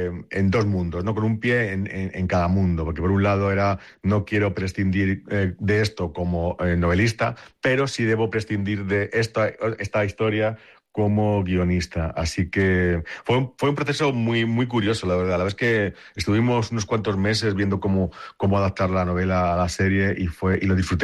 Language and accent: Spanish; Madrid, Community of Madrid, Spain; Pues Tetuán, que es un barrio del noroeste de Madrid, que es donde yo nací y crecí y pasé toda mi juventud